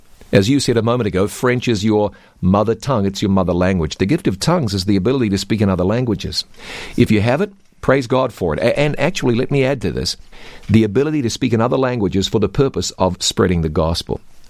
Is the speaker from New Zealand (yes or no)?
yes; New Zealand; moved away; I can speak American and New Zealand. New Zealand's my home country. I can speak Australian and English and Canadian.